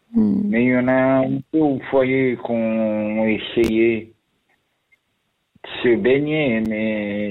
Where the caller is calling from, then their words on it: Lucelle, Jura, Switzerland; Moi? Ben, j'appelle de Lucel.